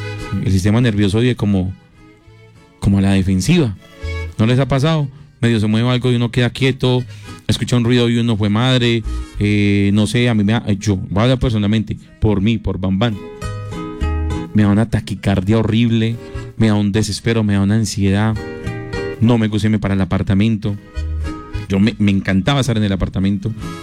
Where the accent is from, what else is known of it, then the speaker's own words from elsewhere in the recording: Pereira, Risaralda, Colombia; Y yo soy de Pereira, me duele ver Pereira